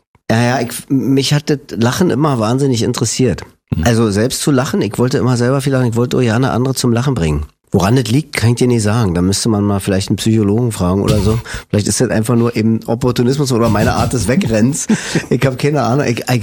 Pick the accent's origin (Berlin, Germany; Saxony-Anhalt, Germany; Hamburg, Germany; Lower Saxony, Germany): Berlin, Germany; Ja, so ist es. Ich bin in Lichtenberg aufgewachsen. Also nach Lichtenberg sind wir gezogen, da war ich 4. Vorher haben wir im Friedrichshain gewohnt.